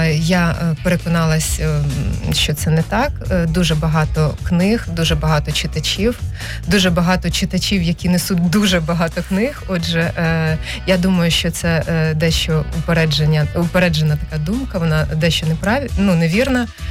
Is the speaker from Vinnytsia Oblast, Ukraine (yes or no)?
yes; Vinnytsia, Vinnytsia Oblast, Ukraine; moved away; Тому що нарешті я у рідній Вінниці.